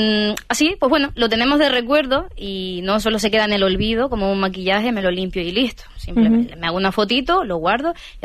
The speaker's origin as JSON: {"language": "Spanish", "region": "Canary Islands", "country": "Spain", "said": "Soy de Fuerteventura y tengo 21 años"}